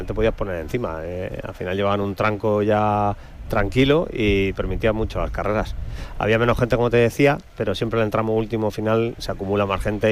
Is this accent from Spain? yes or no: yes; Junquera, Spain; yo soy de Junquera y son las fiestas también allí